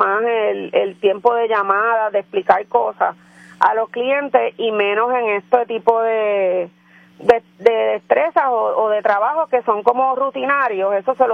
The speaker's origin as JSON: {"language": "Spanish", "town": "Caguas", "country": "Puerto Rico", "said": "Yo soy de Caguas, del centro y corazón de Puerto Rico."}